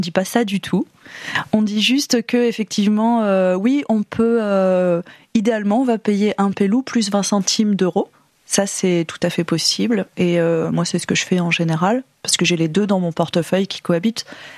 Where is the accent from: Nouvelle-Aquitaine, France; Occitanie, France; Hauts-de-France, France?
Nouvelle-Aquitaine, France; Glanges; Donc moi je suis de Glange, donc de la communauté de communes Briançon-Sud-Haute-Vienne, et là-bas on est tous familiers vraiment avec cet outil